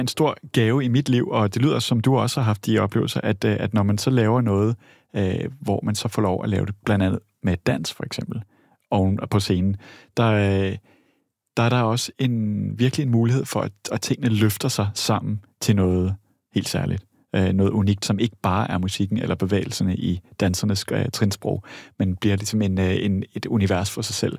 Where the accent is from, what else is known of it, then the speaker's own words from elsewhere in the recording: Australia; Danish is a second language; now in Denmark; også som australier egentlig, at komme til Danmark